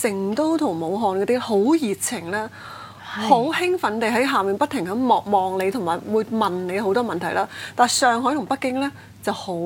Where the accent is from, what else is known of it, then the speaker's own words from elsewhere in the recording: Hong Kong; 我哋比較接觸西方文化多啲咧，